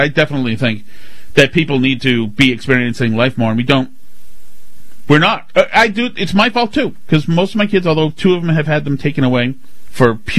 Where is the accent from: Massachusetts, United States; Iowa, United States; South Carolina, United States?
Massachusetts, United States; Boston; I grew up pretty much in Boston, like a lot of you guys did.